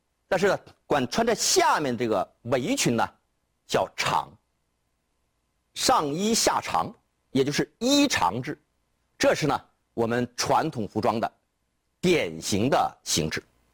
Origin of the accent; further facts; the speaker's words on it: China; 我们中国人